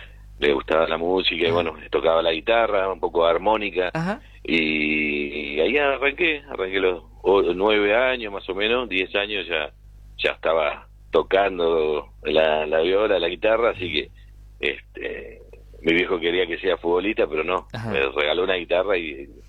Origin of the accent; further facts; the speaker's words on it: Merlo, Buenos Aires Province, Argentina; born there; now in Isidro Casanova, Argentina; Yo soy nacido en Merlo, provincia de Buenos Aires